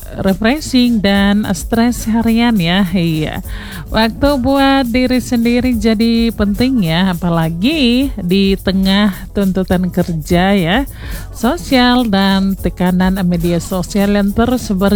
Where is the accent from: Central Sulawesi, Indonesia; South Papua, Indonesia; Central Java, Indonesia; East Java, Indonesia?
South Papua, Indonesia; Merauke; kita orang Merauke bilang kok duduk mono-mono di situ